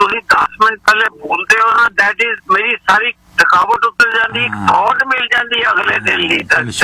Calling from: Lahore, Punjab, Pakistan; ਮੈਂ ਲਾਹੌਰ ਲਕਸ਼ਮੀ ਚੌਕ ਤੋਂ ਬਿਲੋਂਗ ਕਰਦਾ।

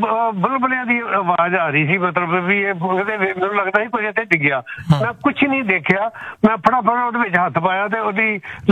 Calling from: Ludhiana, Punjab, India; ਮੈਂ ਲੁਧਿਆਣੇ ਤੋਂ ਹੈਗਾ

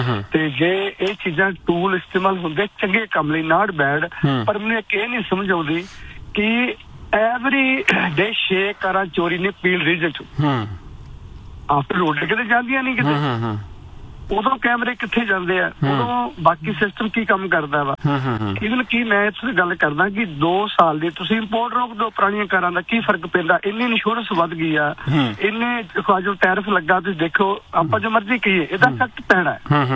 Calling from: Canada; ਅਸੀਂ ਕੈਨੇਡਾ ਵਾਲੇ

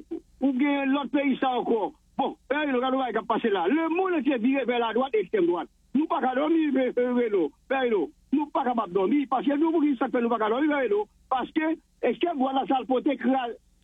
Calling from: Haiti; je suis haïtien

